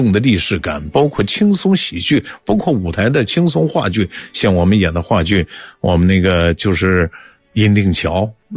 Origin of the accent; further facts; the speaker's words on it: China; 这是我们中国人，我们还非常是质朴善良的，这是我们中国人的美德。